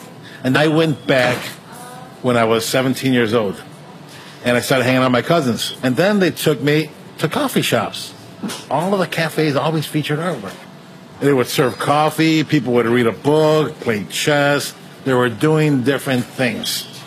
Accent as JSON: {"language": "English", "town": "Chicago", "region": "Illinois", "country": "United States", "tie": "born or raised there", "said": "I grew up in the Little Village neighborhood here in Chicago until probably I was 13 years old. And then we moved to the south, farther south side of Chicago."}